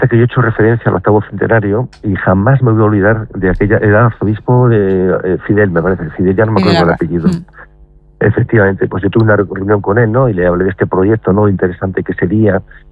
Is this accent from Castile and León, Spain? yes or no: yes; Burgos, Castile and León, Spain